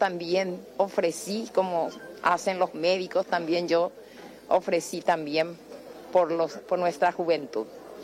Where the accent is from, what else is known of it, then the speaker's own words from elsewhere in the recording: Horqueta, Concepción, Paraguay; No, yo soy de Orqueta. Ah, Orqueta.